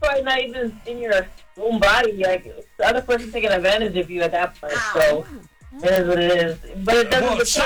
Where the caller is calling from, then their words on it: Florida, United States; from Florida.